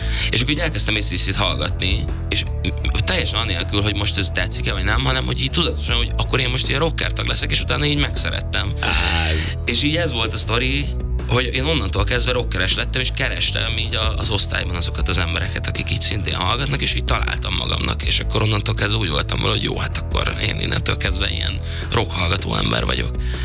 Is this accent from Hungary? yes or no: yes; Gödöllő, Pest, Hungary; és még a Döllőn laktunk, vagy hát én is így tulajdonképpen ott nőttem fel